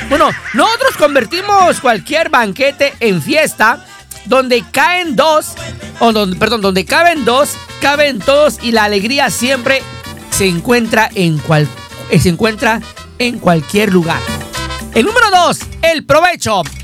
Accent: Mexico; Hay algo que los mexicanos hacemos mejor que casi cualquier país.

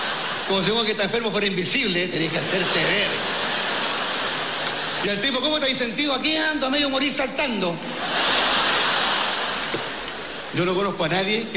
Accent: Chile; Así somos los chilenos.

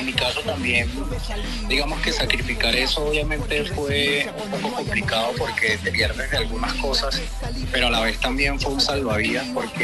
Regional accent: Caracas, Capital District, Venezuela; yo nací en Caracas, que en su momento llegó a ser una de las ciudades más peligrosas del mundo, de Latinoamérica.

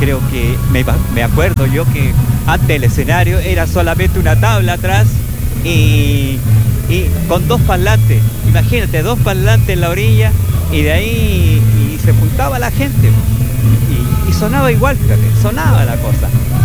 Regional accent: Coquimbo, Chile; Somos hijos de Coquimbo, somos coquimbanos.

